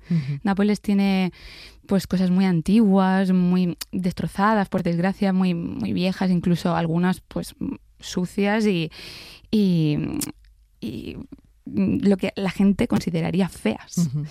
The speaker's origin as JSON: {"language": "Spanish", "town": "Granada", "region": "Andalusia", "country": "Spain", "moved": "yes", "said": "De hecho, yo me fui de Granada por una ruptura amorosa y el duelo que yo pasé no fue por la ruptura, fue por la ruptura con irme de Granada."}